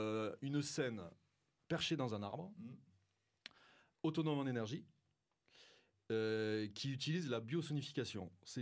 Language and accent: French; Occitanie, France; parce que moi je viens des Cévennes.